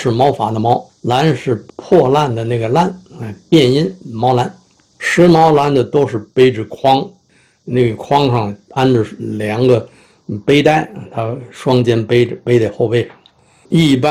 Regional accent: Tianjin, China; 我今年80岁，我出生在现在的益丰区。我小的时候，这首歌谣我听了无数次

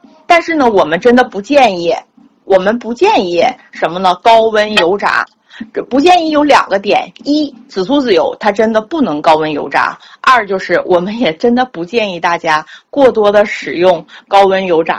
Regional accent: Northeast China, China; 我们东北人叫什么呢，叫哈喇味儿

